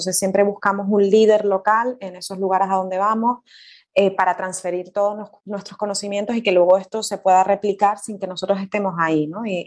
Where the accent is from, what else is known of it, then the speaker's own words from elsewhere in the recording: Tenerife, Canary Islands, Spain; also born or lived in Fuerteventura; Yo nací en Fuerteventura, entonces me hacía ilusión poder hacer algo por la isla donde nací, aunque luego ya me crié en Tenerife.